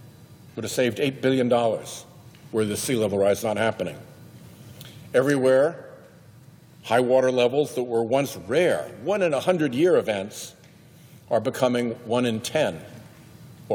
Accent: Rhode Island, United States; But my home state of Rhode Island and my colleague Senator Markey's home state of Massachusetts will share that unfortunate experience.

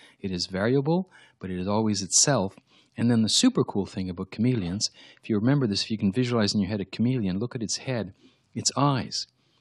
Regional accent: Quebec, Canada; I come from Canada, I come from Quebec, which is now, it used to be a very conservative Roman Catholic province. It left that all behind, unshackled itself, and leapt into the future. It became the most secular, anti-religious

